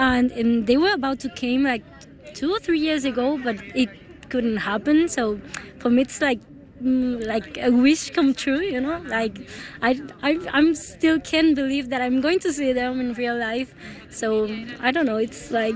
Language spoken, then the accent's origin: English; Madrid, Community of Madrid, Spain; Yeah, from Madrid, actually. Yeah. I'm from here, yeah.